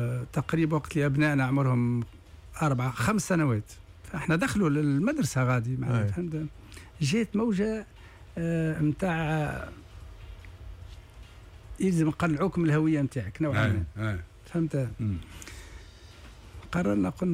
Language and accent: Arabic; Ben Gardane, Medenine, Tunisia; لا لا لا هي اصيله اصلها من بنقردان كيفي